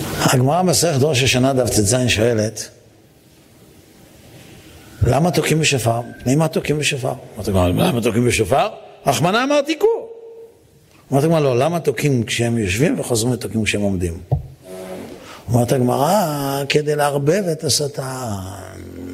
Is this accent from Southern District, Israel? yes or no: no; Netanya, Central District, Israel; אני גדלתי בנתניה, עיר שרובה סוסים. היו לנו המון סוסים בנתניה.